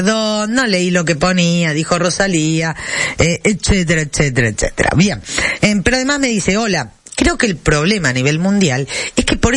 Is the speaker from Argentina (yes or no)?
yes; Argentina; Yo me siento muy, muy argentina.